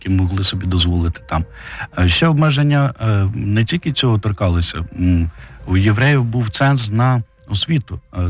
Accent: Vinnytsia, Vinnytsia Oblast, Ukraine

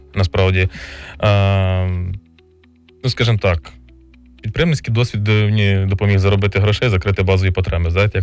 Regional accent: Tulchyn, Vinnytsia Oblast, Ukraine; also born or lived in Kyiv / Lviv; now in Vinnytsia, Ukraine; я родом з міста Тульчина, і до того там кілька разів був в школі на екскурсіях, вчився в Києві, потім переїхав до Львова жити. Ну, а приїхав в Вінницю, відкрив клініку.

